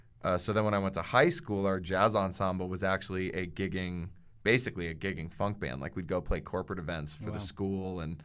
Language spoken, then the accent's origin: English; East Coast, United States; moved away as an adult; I grew up on the East Coast